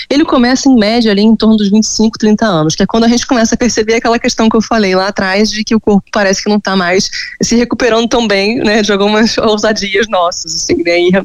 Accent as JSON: {"language": "Portuguese", "region": "Rio de Janeiro", "country": "Brazil", "said": "Eu sou do Rio, mas eu atendo muitos pacientes online"}